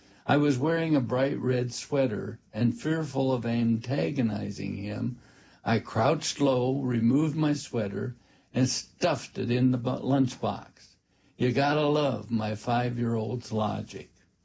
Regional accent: Iowa, United States; Growing up in Iowa also meant lying in tall pasture grasses, watching the clouds scud and shapeshift and discovering familiar forms in them.

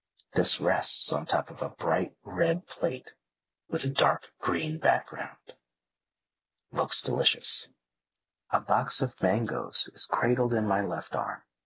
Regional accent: Fort Myers, Florida, United States; I'm in line at the post office in Fort Myers, Florida, my hometown.

